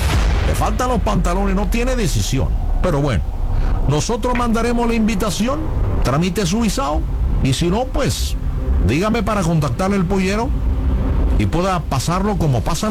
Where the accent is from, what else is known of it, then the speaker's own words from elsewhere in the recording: Cuba; Yo soy cubano. Soy ciudadano americano.